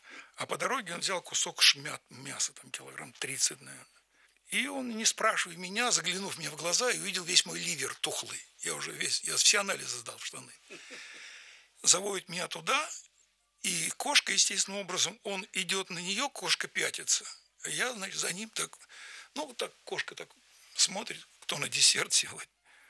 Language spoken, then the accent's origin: Russian; Moscow, Russia; Вырос я в Москве, учился в одной школе с Леней Якубовичем, друг моего детства.